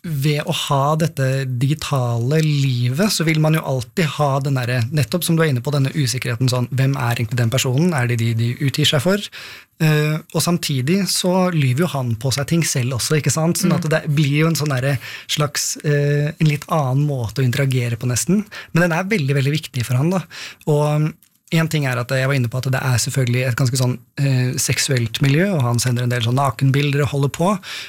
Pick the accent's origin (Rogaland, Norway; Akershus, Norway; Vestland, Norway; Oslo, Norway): Akershus, Norway; Oppegård; born or raised there